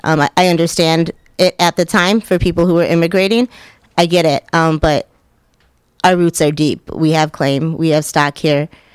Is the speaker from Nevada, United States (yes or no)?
no; Burlington, Wisconsin, United States; also born or lived in Piedras Negras, Mexico; So born in Piedras Negras, Mexico, my family settled in Burlington, Wisconsin.